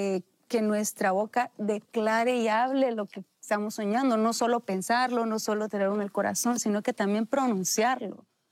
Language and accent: Spanish; Honduras; estábamos en mi país, en Honduras